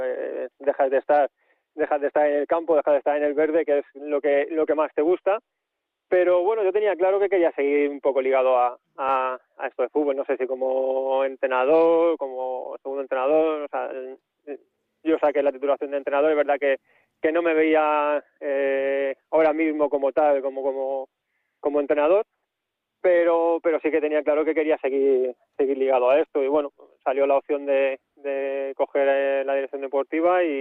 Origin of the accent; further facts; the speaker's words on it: Alcalá de Henares, Community of Madrid, Spain; soy un chico que ha crecido aquí en Alcalá, soy de Alcalá.